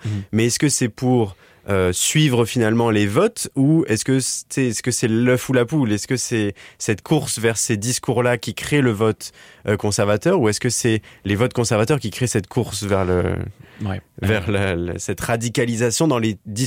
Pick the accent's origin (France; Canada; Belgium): France; Moi, je suis français, donc c'est vrai que j'ai cette référence là